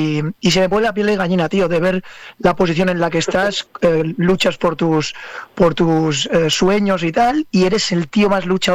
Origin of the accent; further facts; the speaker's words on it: Spain; Es decir, que somos los españoles somos sí.